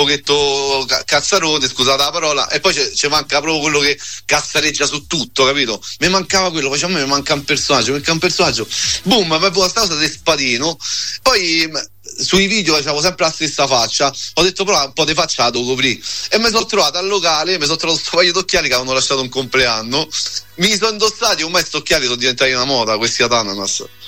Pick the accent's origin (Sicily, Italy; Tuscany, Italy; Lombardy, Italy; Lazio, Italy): Lazio, Italy; Rome; Ciao Eleonora, vengo da Roma